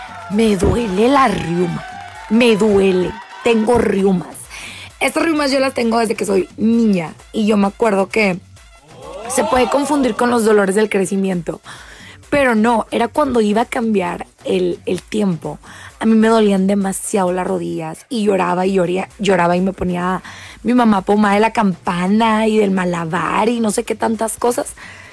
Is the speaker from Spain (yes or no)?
no; Mexico; más para los que somos mexicanos